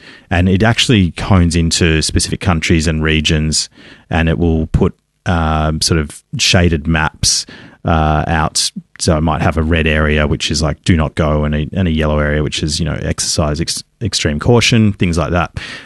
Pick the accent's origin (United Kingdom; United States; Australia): Australia; as an Australian